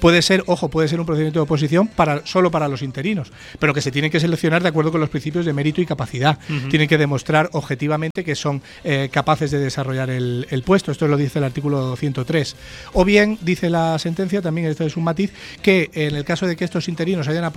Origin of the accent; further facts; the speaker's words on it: Spain; somos todos los españoles los que votamos